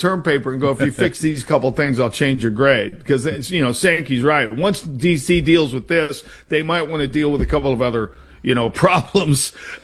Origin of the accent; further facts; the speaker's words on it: Iowa, United States; because it just reminds me of growing up in Iowa.